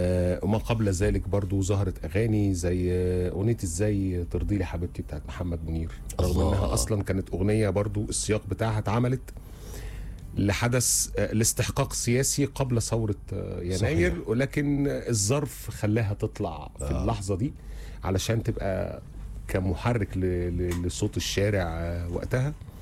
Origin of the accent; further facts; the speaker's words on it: Egypt; احنا اصلا كمصريين